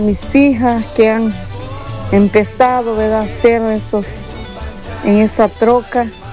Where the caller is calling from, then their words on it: El Salvador; allá yo vivo en El Salvador.